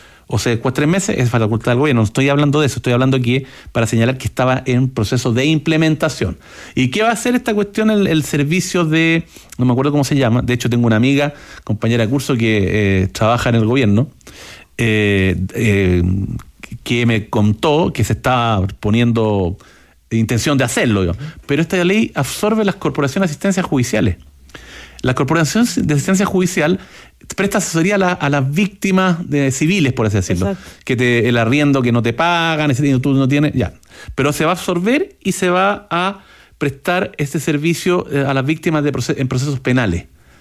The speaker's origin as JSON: {"language": "Spanish", "country": "Chile", "said": "aquí somos estúpidos los chilenos"}